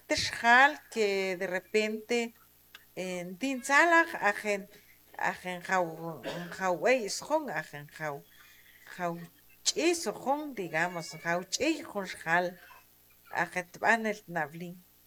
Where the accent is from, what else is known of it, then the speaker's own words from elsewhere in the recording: Guatemala; Ya que soy guatemalteco